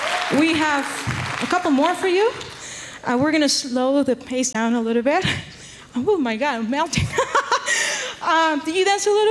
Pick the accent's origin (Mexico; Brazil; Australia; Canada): Mexico; Veracruz; moved away as an adult; now in United States; I'm originally from Veracruz, Mexico, and I moved to the States when I was 20.